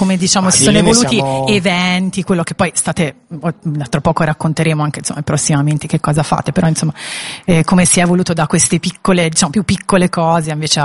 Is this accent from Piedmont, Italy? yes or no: no; Tuscany, Italy; Poi io da Toscana, per me Bellino è proprio